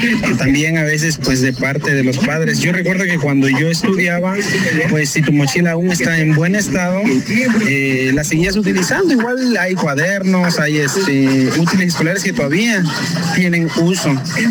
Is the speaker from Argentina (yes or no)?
no; Mexico; porque como mexicanos siempre a veces dejamos todo al último